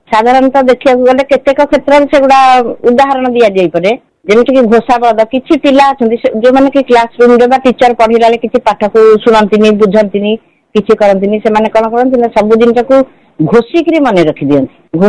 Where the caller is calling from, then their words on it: Jagatsinghpur, Odisha, India; ମୁଁ ଜଗତସିଂହପୁରରୁ